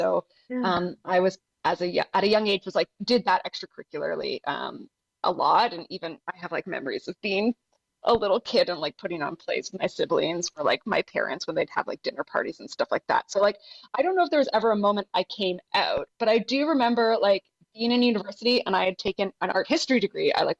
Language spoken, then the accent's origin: English; Ontario, Canada; moved away; also born or lived in Quebec; I grew up in Southern Ontario, but then lived most of my life in Quebec.